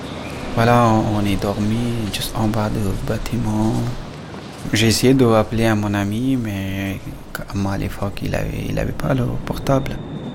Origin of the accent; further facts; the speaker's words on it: Afghanistan; French is a second language; moved away as an adult; now in France; J'ai 32 ans. Moi je viens d'Afghanistan. Je suis arrivé en France en 2015.